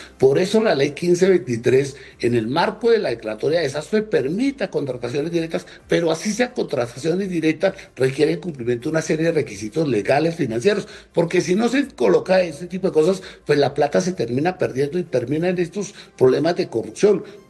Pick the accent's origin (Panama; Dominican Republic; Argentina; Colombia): Colombia; Allí tenemos nosotros, es que como colombianos, hacer una veeduría